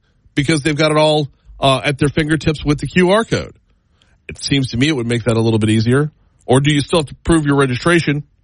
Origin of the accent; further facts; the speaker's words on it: New Orleans, Louisiana, United States; I'm from the New Orleans area.